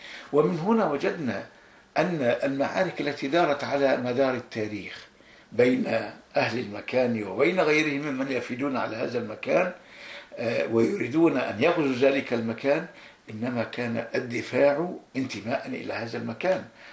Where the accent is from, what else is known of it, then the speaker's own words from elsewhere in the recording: Egypt; أنا لم أجد تعارض أبدا ما بين كوني مصري وكوني مسلم وبين كوني أدافع عن هذا البلد